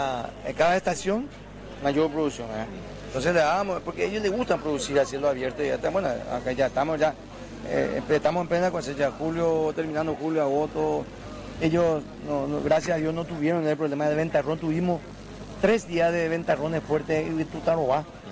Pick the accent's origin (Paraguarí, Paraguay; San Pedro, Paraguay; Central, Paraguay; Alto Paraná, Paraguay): San Pedro, Paraguay; yo que provengo del departamento de San Pedro